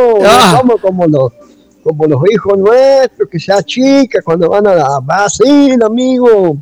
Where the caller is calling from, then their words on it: Buena Vista, Tucumán, Argentina; proyección de Buena Vista, departamento Simoca, provincia de San Miguel, Tucumán.